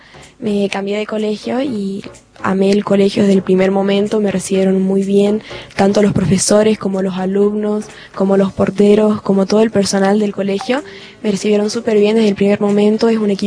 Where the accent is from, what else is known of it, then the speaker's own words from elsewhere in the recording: Jujuy, Argentina; La idea es quedarme acá en Jujuy, amo a Jujuy, es mi tierra y yo no me podría ir de acá, la verdad.